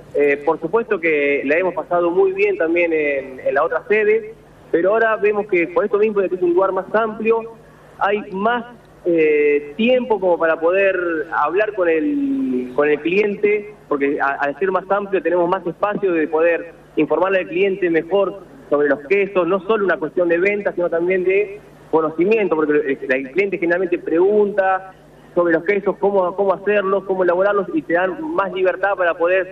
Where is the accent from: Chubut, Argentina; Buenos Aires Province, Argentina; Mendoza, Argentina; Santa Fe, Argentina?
Buenos Aires Province, Argentina; 9 de Julio; Somos de 9 de Julio, provincia de Buenos Aires, la Cuenca Láctea